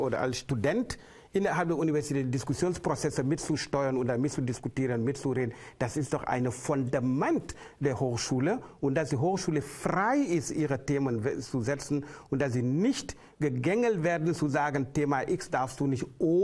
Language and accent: German; Senegal